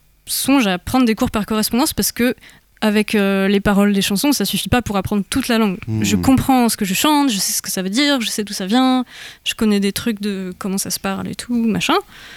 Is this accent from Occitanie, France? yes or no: yes; Occitanie, France; now in Rennes, France; la petite ville même d'où je viens